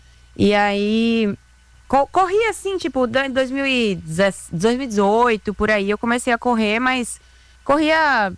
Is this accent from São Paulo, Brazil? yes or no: yes; São Paulo, Brazil; eu morava aqui em São Paulo, eu nasci aqui em São Paulo. E aí, aqui em São Paulo, eu comecei na ginástica olímpica. Aí me mudei pra Recife, porque meus pais se mudaram por conta de trabalho.